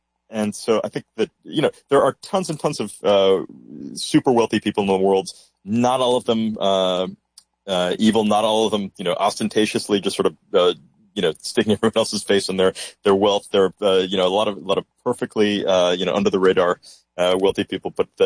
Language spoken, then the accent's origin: English; Rochester, New York, United States; No, I grew up in Rochester, New York. My father is an optometrist, so definitely was comfortable, but not rich, not wealthy.